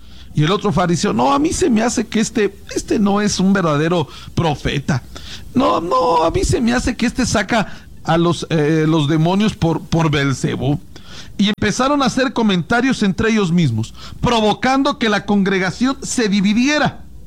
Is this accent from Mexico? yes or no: yes; Mexico; yo soy del Estado de México.